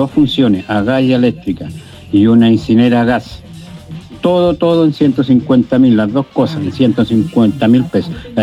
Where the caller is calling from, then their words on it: Arauco, Biobío, Chile; desde Arauco, sector Punta Carampangue.